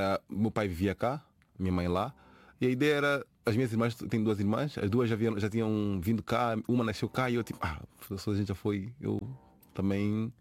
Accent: São Tomé, São Tomé & Príncipe; now in Portugal; E é uma felicidade dizer que nasci e cresci em São Tomé, é uma felicidade.

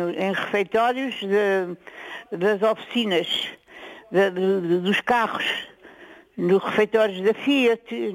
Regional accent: Cadaval, Lisbon, Portugal; born there; moved away; Estou na minha aldeia, que com muito sacrifício fizemos uma casinha num terrenozinho que o meu pai me deixou, e cá estou.

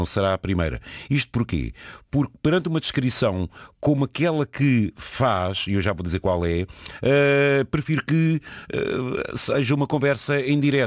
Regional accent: Murça, Vila Real, Portugal; até que enfim, hoje vou ver a minha terra natal, que é a famosa Porca de Mursa.

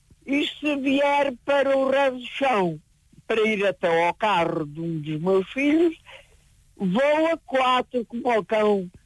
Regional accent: Sátão, Viseu, Portugal; born there; now in Lisbon, Portugal; Oi, eu fiz o magistério em Lisboa, mas eu não sou de Lisboa, eu nasci no concelho de Sátão, numa aldeia chamada Soito de Golfar, freguesia de Romance.

